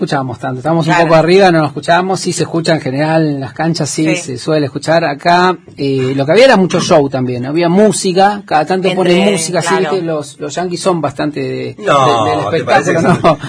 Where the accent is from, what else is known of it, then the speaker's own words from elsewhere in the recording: Argentina; no éramos 10 argentinos, éramos miles de argentinos